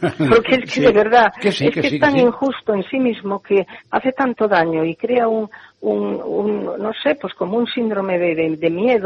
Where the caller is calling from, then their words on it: Galicia, Spain; qué bueno que se nos identifique como gallegos, yo me alegro mucho, pero se nos identifica cuando decimos media palabra